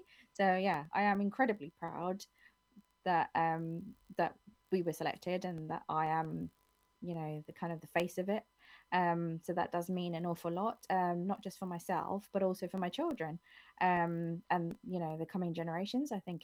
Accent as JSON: {"language": "English", "region": "London", "country": "United Kingdom", "moved": "yes", "lives_now": "St Albans, United Kingdom", "said": "I'm a very proud Womble. I am from Wimbledon, South West London. I'm one of three."}